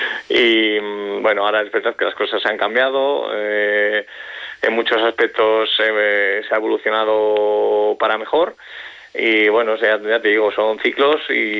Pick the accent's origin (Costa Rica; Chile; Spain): Spain; Logroño, La Rioja; moved away as an adult; estaba en Santander y llegaba de nuevo también, porque yo salí de Logroño a los 18.